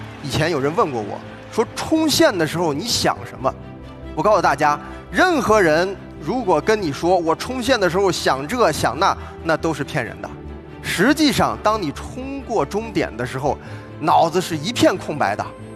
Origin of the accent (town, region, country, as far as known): China